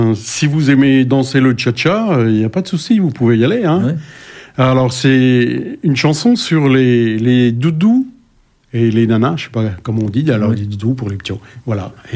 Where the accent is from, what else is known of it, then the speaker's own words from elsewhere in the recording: Grand Est, France; accent: pointu, pas parisien; also born or lived in Corsica; now in Bergerac, France; moi, je viens de la région de Langres, dans l'est de la France.